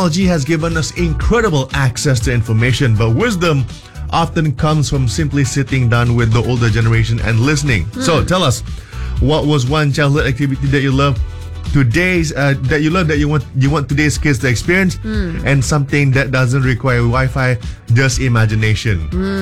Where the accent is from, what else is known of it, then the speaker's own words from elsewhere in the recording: Sarawak, Malaysia; growing up in Sarawak, many neighborhoods were incredibly close-knit.